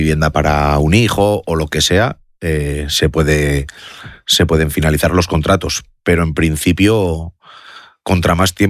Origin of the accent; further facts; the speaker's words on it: Vitoria-Gasteiz, Basque Country, Spain; born there; yo nací en Vitoria, soy de Vitoria.